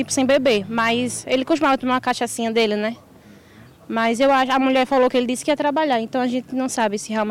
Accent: Caruaru, Pernambuco, Brazil; Eu sou daqui de Caruaru mesmo.

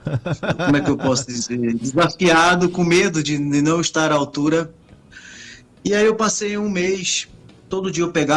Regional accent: Recife, Pernambuco, Brazil; also born or lived in Rio de Janeiro; eu nasci no Rio, mas saí muito pequenininho e tô há muitos anos aqui em Recife. Sim. Então, eu sou praticamente um pernambucano recifense.

